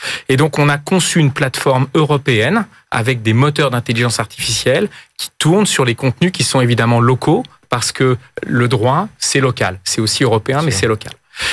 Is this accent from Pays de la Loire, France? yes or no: yes; Nantes, Pays de la Loire, France; now in Paris, France; Moi, je ne suis pas parisien à l'origine, hein. Je suis nantais.